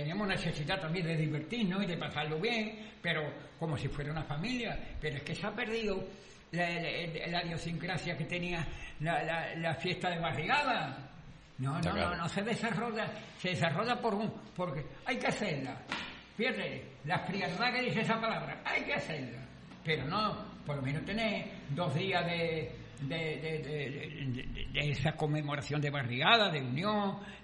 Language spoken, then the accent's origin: Spanish; Sanlúcar de Barrameda, Andalusia, Spain; born there; moved away; Yo quiero tanto a mi pueblo